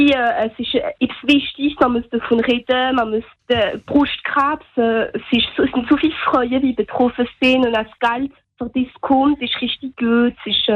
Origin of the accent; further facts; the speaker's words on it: Strasbourg, Grand Est, France; German is a second language; Also, ich bin 14 Jahre alt und ich komme aus Strasbourg.